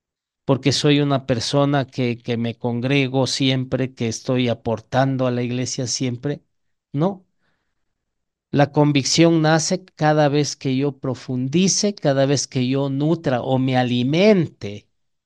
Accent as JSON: {"language": "Spanish", "country": "Ecuador", "said": "¿qué más le hace visible a mi identidad como ecuatoriano? Aparte de mi cédula. De pronto mi lenguaje, ¿verdad? Porque utilizo palabras que propias de nuestro Ecuador."}